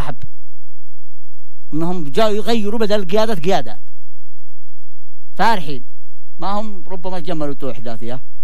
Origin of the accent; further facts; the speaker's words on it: Yemen; احنا بنحلها يمنيين